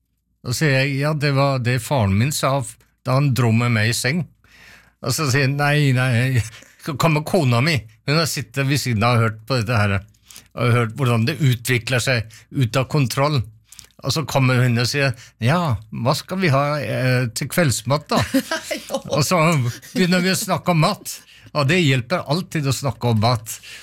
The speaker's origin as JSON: {"language": "Norwegian", "region": "Vestfold og Telemark", "country": "Norway", "accent": "Telemark dialect", "said": "snakket telemarksmål med dem, da ble jeg mer og mer radikal i min dialekt, og finner tilbake til språket gjennom de gamle som jeg besøker."}